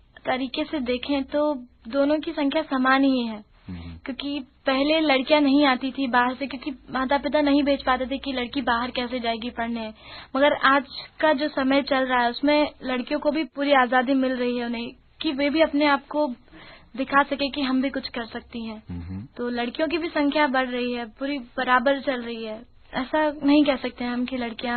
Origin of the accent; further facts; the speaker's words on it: Indore, Madhya Pradesh, India; born there; संतोष जी, इंदौर में ही मेरा जन्म हुआ है